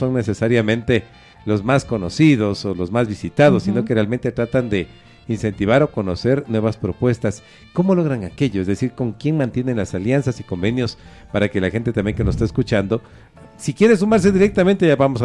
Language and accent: Spanish; Ecuador